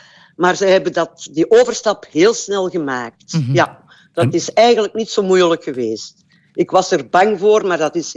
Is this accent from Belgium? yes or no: yes; Arendonk, Flanders, Belgium; born there; also born or lived in Turnhout / Wallonia; De eerste keren was het van mijn geboortedorp, Arendonk, naar Turnhout, op 3 verschillende plaatsen. Dan terug naar Arendonk. Dan voor het werk van mijn man naar Wallonië verhuisd.